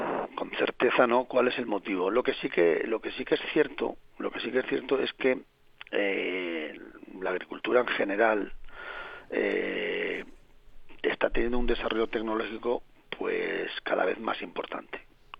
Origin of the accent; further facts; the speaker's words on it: Tardienta, Aragon, Spain; soy de pueblo, yo soy de Tardienta, claro, y he vivido perfectísimamente todo esto en mi propia casa, ¿no?, que también teníamos algunos campos y algunas cosas.